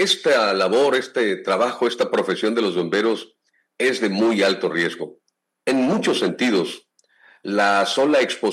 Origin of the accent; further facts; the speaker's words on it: Juchitán, Oaxaca, Mexico; yo soy de Juchitán, vivo, mi madre, mi familia somos de Juchitán